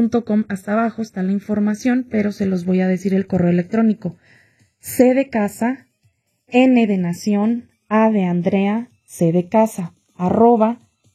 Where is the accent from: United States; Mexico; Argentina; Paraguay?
Mexico; moved away; que nos organicemos como comunidad mexicana migrante